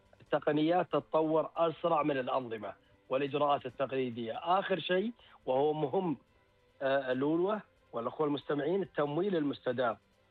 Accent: Saudi Arabia; عندنا شباب وشابات سعوديين

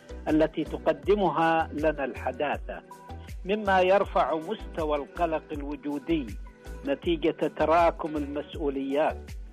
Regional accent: Marat, Riyadh Province, Saudi Arabia; born there; لمدة 7 سنوات في مزرعة في مسقط رأسي بمحافظة مرات، وما زلت.

